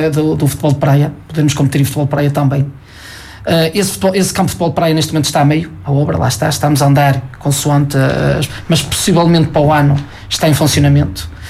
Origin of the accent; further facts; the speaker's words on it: Gião, Portugal; eu não sou de Vila Maior, sou de Gião.